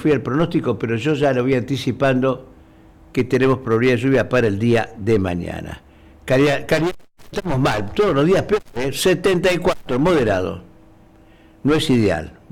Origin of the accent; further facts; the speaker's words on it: Punta Alta, Buenos Aires Province, Argentina; born there; moved away; cuando era chico, pisando allá en Puerto Belgrano, pisando escarcha.